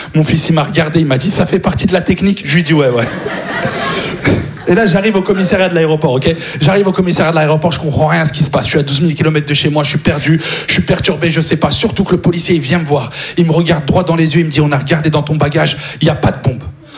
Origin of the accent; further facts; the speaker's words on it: France; je suis français